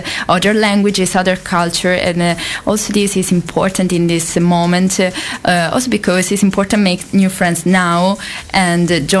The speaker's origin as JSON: {"language": "English", "country": "Italy", "moved": "yes", "lives_now": "Croatia"}